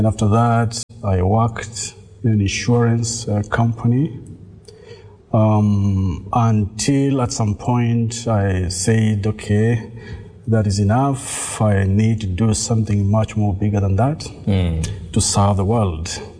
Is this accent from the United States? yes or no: no; Nairobi, Kenya; now in Seychelles; I'm from Kenya. It's where I was born, in Nairobi. And this was 1973, if you like. Well, I was born in a big family